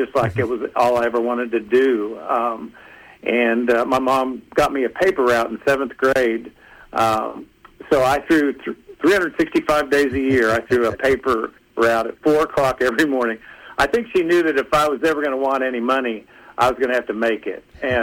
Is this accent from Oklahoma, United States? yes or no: yes; Tulsa, Oklahoma, United States; also born or lived in Indiana; Yes, sir. I was born in Indiana. My mom and dad met in the Navy, and then dad, we moved to Oklahoma. We moved to Tulsa when I was five.